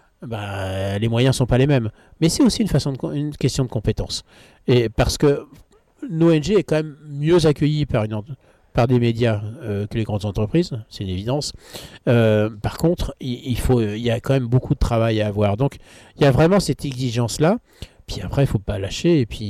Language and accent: French; Brittany, France; je suis breton